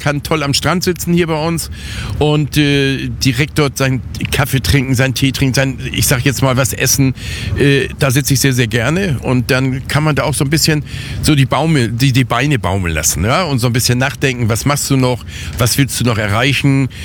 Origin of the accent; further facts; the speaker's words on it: Hamburg, Germany; Auch da sitze ich als Hamburger immer ganz gern.